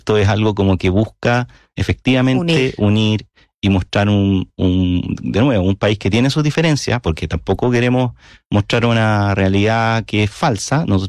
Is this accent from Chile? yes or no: yes; Chile; los chilenos somos chilenos nomás